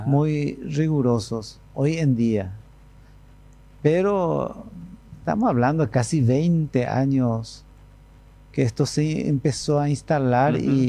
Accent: Caacupé, Cordillera, Paraguay; yo soy de Kakupé, nací, me crié en esa cultura y en esa fe.

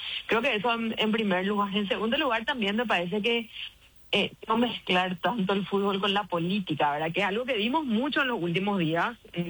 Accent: Paraguay; Lógicamente somos paraguayos

